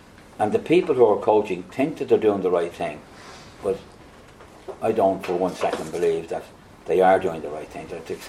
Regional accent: Dublin, Leinster, Ireland; I was born in Dublin

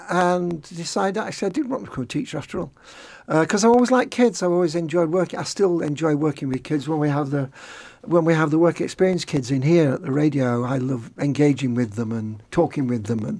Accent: Halifax, Yorkshire and the Humber, United Kingdom; moved away as an adult; also born or lived in Leeds; now in Black Country, United Kingdom; I grew up in the West Riding. I was born into the West Riding of Yorkshire and grew up in the West Yorkshire, I guess. But West Riding is very... It's very much like the Black Country. It's honest, straightforward people called a spade a spade.

